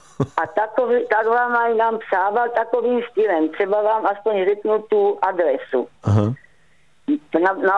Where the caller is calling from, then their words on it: Kunovice, Zlín Region, Czechia; accent: Kunovice dialect; když já jsem teda pocházám z Kunovic, mluvím s noma nářečím, ale v Kunovicích se mluvilo ještě ináč.